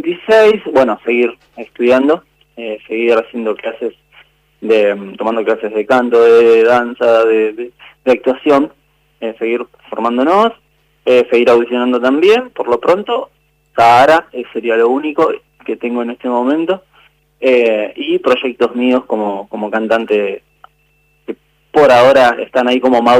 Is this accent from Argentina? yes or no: yes; San Francisco, Córdoba, Argentina; moved away as an adult; now in Buenos Aires, Argentina; soy de San Francisco, Córdoba. Hace 16, 17 años que estoy acá en Buenos Aires. Uh-huh. Justamente por el teatro musical me vine.